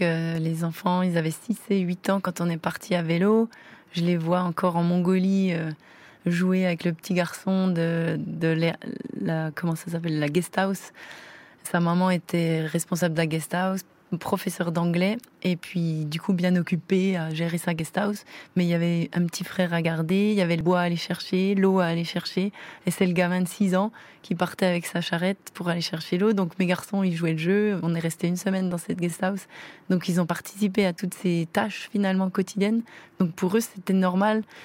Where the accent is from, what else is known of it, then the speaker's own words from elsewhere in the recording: France; on a de vivre chez nous en France.